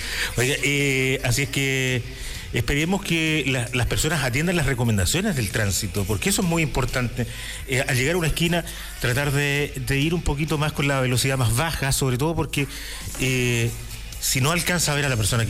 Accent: Chile; por ser como somos, como chilenos

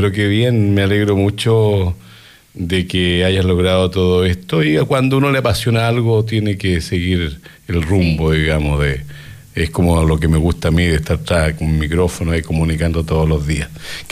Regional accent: Chile; como decimos acá en Chile, muy cersi.

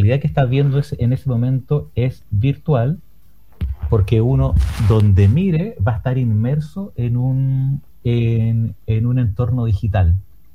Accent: Valparaíso, Chile; Pero lo que tenemos en común es que todos somos de Valparaíso.

